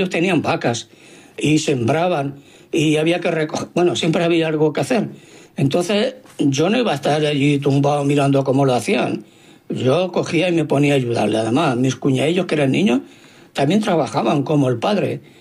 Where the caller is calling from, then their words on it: Barcelona, Catalonia, Spain; de Barcelona.